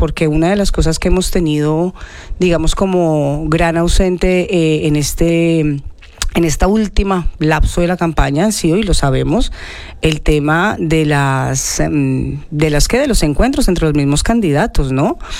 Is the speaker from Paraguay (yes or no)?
no; Colombia; now in Madrid, Spain; una de las grandes ventajas que tenemos como colombianos es que aún estando lejos